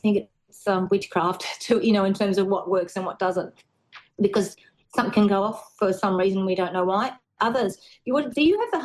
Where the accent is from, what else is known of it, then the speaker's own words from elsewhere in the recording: Australia; We try to celebrate being Australian. We try to celebrate everything about Australia.